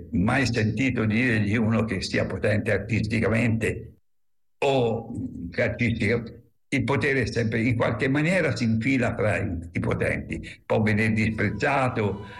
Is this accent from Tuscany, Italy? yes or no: yes; Livorno, Tuscany, Italy; a me che sono livornese, ma è pur provenendo da famiglia di operai